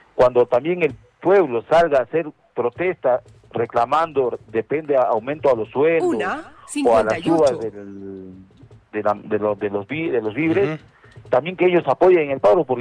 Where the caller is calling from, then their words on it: Arequipa, Peru; Soy un oyente de Radio Melodía, del distrito de Hunter.